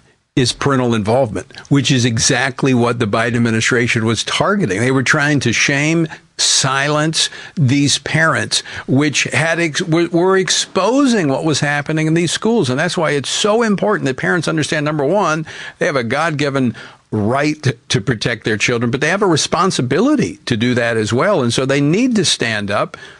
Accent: Louisiana, United States; even in my home state of Louisiana, conservative red state

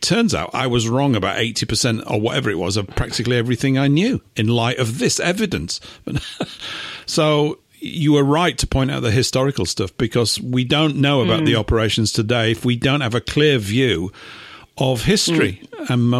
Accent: England, United Kingdom; as an English type

